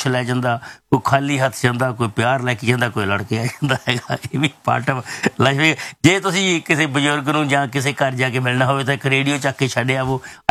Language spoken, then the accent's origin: Punjabi; Surapur, Punjab, India; ਚੰਗਾ ਲੱਗਦਾ ਜਿੱਦਾਂ ਸਾਡਾ ਪਿੰਡ ਸੂਰਾਪੁਰ ਹੈਗਾ, ਸੂਰਾਪੁਰ ਸੱਜੋ ਨੌਰਾ ਪੌਰਾ